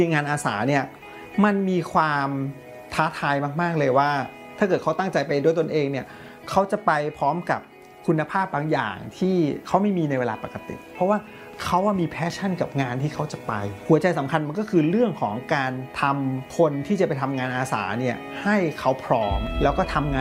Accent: Bangkok, Thailand; เป็นเด็กกรุงเทพครับเกิดและโตที่กรุงเทพ

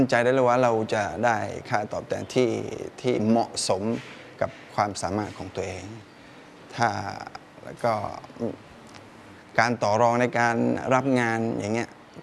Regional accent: Yala, Thailand; บ้านอยู่ท่าสาบอำเภอเมืองเป็นคนยะลาโดยกำเนิดครับ

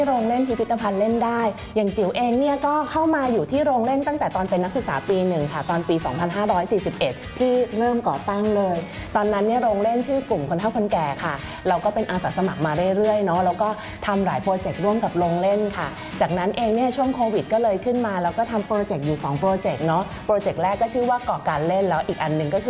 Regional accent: Bangkok, Thailand; นะคะเกิดและเติบโตในกรุงเทพเนาะบ้านก็เป็นบ้านตึกแถวแล้วก็ชอบเล่นมากๆเลย

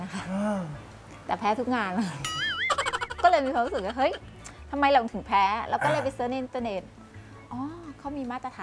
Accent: Nakhon Pathom, Thailand; ไม่มีงานทำแล้วก็เราก็มาเริ่มต้นที่บ้านเกิดที่จังหวัดนครปฐมที่เนี่ยค่ะ

